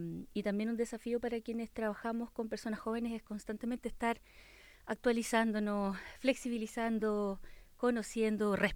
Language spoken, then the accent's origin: Spanish; Valparaíso, Chile; Así que soy trabajadora social de Valparaíso, originaria, estudié en la Universidad de Valparaíso